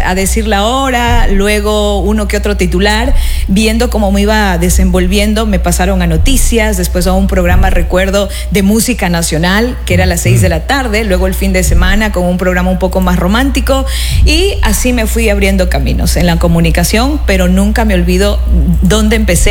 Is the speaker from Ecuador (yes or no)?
yes; Santo Domingo, Santo Domingo de los Tsáchilas, Ecuador; vengo de una familia cuencana y lojana. Yo nací aquí en Santo Domingo.